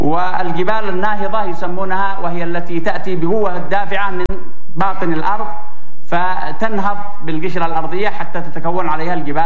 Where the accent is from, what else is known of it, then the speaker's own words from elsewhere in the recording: Yemen; بلدنا اليمن